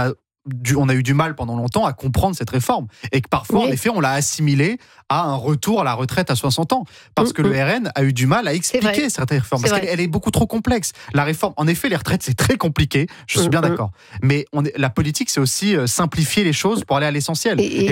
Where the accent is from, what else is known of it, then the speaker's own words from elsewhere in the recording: Paris, Île-de-France, France; en tant que vrai parisien